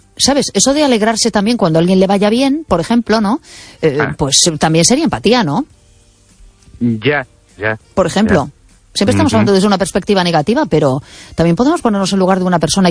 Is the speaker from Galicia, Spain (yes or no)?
yes; A Coruña, Galicia, Spain; now in Mos, Spain; Soy de Coruña, pero sí, vivo en estos momentos, bueno, al lado de Vigo, ahora mismo vivo en Mos.